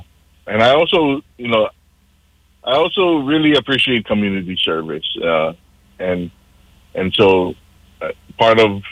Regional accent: Hawaii, United States; I'm running for Kauai County Council. I'm born and raised on Kauai. I grew up in Keka, where I still live today, and graduated from Waimea High School.

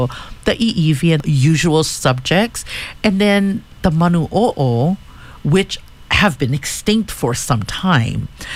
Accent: Kauai, Hawaii, United States; Born and raised on Kauai

